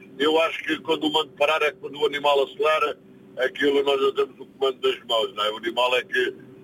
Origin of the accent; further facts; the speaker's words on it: Lisbon, Portugal; born there; also born or lived in Caneças; Eu sou de Lisboa, nasci em Lisboa, na Alfredo da Costa.